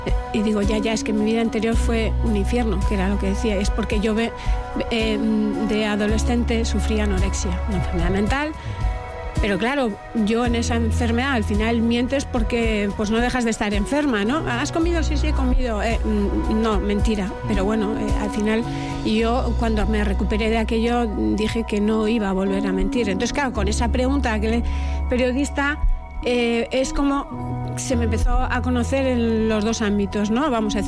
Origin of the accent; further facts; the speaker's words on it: Mungia, Basque Country, Spain; Bueno, ¿qué voy a decir yo? Mi pueblo, ¿no? Toda la vida viviendo allí y es mi casa.